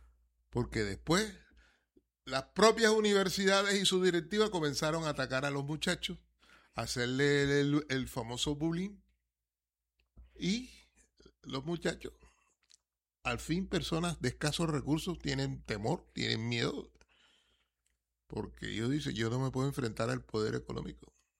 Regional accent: Colombia; nosotros, como colombianos, como gente pobre, pero con deseo de superación

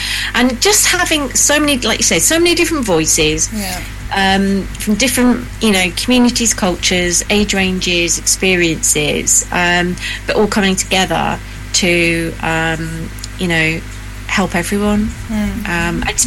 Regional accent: Devon, South West England, United Kingdom; now in Birmingham, United Kingdom; I'm not Black Country. I would love to say I'm an honorary Brummie, but I would have to ask them first, because I come from Devon, but I'm in Birmingham, where I'm sat talking to you now

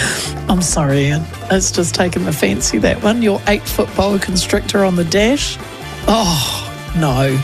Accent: England, United Kingdom; moving house in my hometown in England.

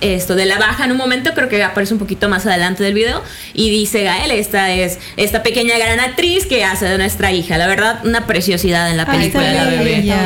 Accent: Yucatán, Mexico

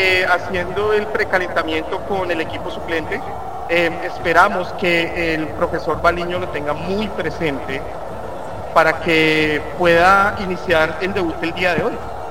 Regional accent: Colombia; todos como colombianos

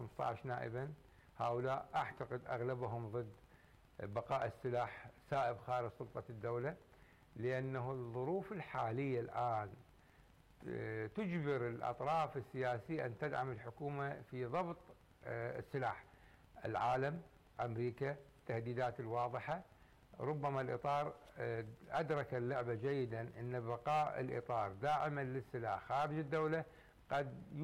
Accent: Iraq; ونحن كعراقيين بوصفنا عراقيين

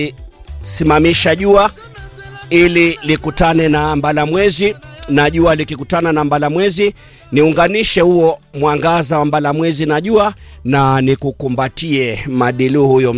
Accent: Kenya; nikitembea kama Mkenya mabega angani.

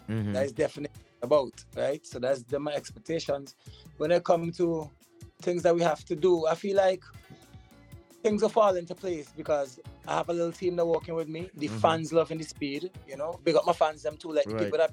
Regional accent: St. Vincent & Grenadines; growing up in St. Vincent's

